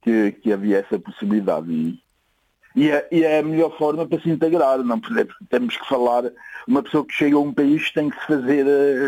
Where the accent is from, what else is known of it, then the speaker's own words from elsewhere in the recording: Santarém District, Santarém, Portugal; Olha, um bom dia de um ribatejano. Também sou do Ribatejo.